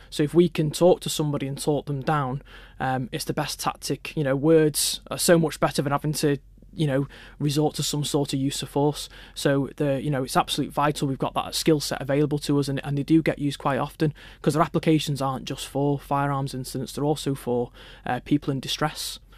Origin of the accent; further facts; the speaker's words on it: Manchester, North West England, United Kingdom; Well, I grew up in Manchester